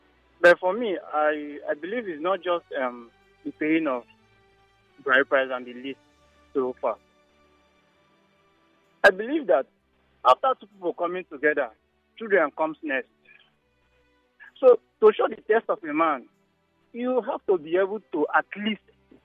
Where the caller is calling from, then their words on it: Nigeria; I'm calling from Rumigo.